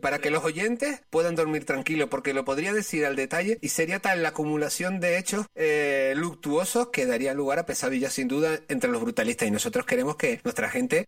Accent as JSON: {"language": "Spanish", "region": "Canary Islands", "country": "Spain", "said": "yo como buen canario, yo tengo en la epidermis ya grabado el sol."}